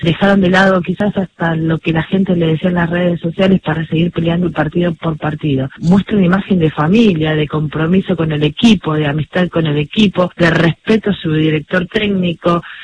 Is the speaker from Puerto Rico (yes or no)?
no; Santa Fe, Argentina; Para nosotros como santafesinos y como argentinos en general, ¿no?